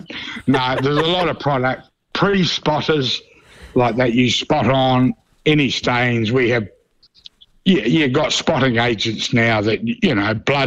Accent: Dunedin, Otago, New Zealand; We're from Dunedin. We're all brought up, lived here. Got five kids with mum and dad and whatever. And we're all still in Dunedin

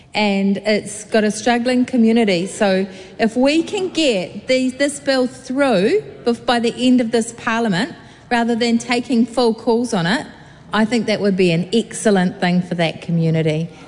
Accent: Kawerau, Bay of Plenty, New Zealand; born there; I was born in Kawerau, and so it's close to my heart, yeah. And it's an area that is wonderful, it's very beautiful, but it's also very poor. And it's got a struggling community.

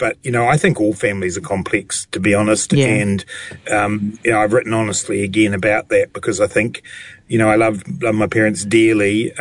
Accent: Dunedin, Otago, New Zealand; for me, and indeed for my brothers, the growing up in Dunedin in the 80s

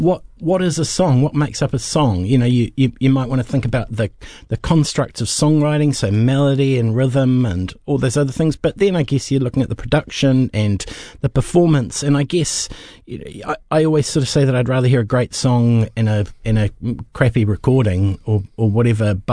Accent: Timaru, Canterbury, New Zealand; growing up in Timaru as a child

